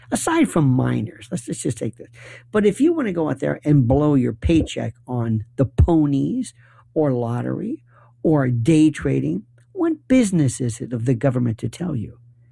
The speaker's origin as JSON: {"language": "English", "country": "United States", "said": "as an American"}